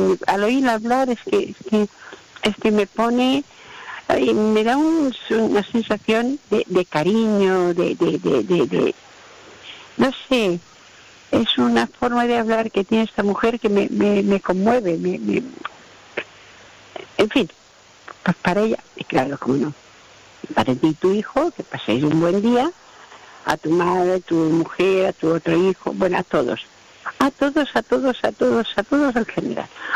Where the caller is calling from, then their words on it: Palma, Balearic Islands, Spain; de Palma.